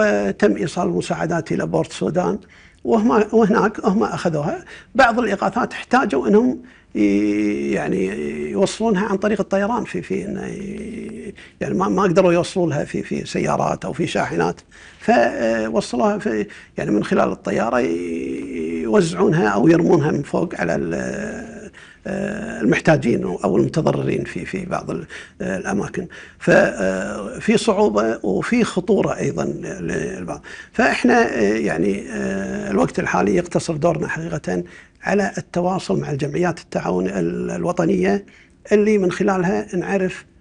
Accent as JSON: {"language": "Arabic", "country": "Kuwait", "said": "عندنا في الكويت"}